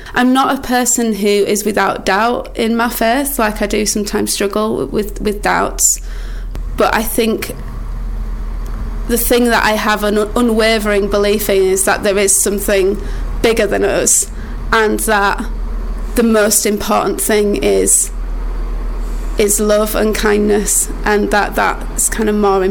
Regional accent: Morley, Yorkshire and the Humber, United Kingdom; moved away as an adult; also born or lived in Wakefield / Bradford; now in Knaresborough, United Kingdom; I was born in Wakefield, so in East Ardsley, if you know Wakefield well. And then I grew up sort of like... Tingley Morley area.

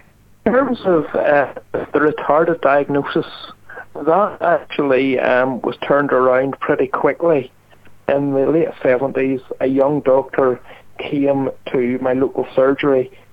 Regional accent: Ballymena, Northern Ireland, United Kingdom; campaigning for a special school for children with physical disabilities to be opened in my hometown of Ballymena.

